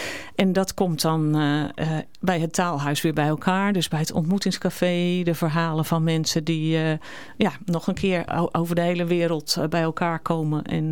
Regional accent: Netherlands; also born or lived in Cambodia; Ik ben gewoon een Nederlander, ja.

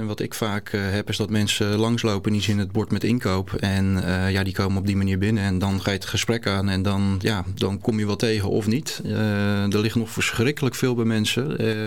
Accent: Gouda, South Holland, Netherlands; born there; Ja, Gouda, mijn geboortestad dus. Dus ik heb eigenlijk al mijn familie hier wonen.

